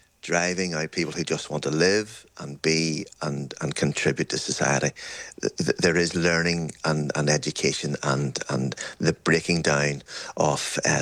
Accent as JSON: {"language": "English", "town": "Belfast", "region": "Northern Ireland", "country": "United Kingdom", "tie": "born or raised there", "said": "I grew up in East Belfast"}